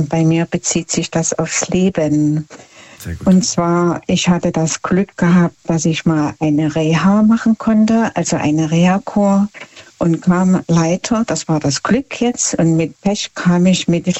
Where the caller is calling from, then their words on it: Markkleeberg, Saxony, Germany; Von ganz, ganz, ganz weit her, von Mark Kleberg. Ich bin eine Sächsin aus Sachsen, Leipzig.